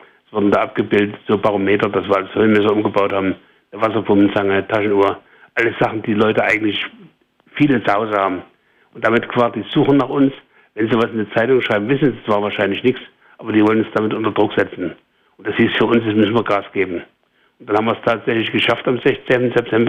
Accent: Thuringia, Germany; moved away as an adult; now in Chemnitz, Germany; ich komme aus Thüringen, jetzt bin ich in Sachsen.

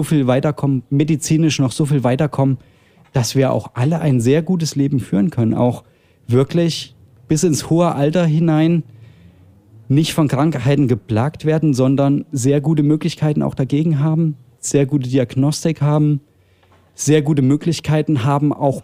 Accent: Thuringia, Germany; Da sind wir natürlich als Thüringer, halten wir alle zusammen

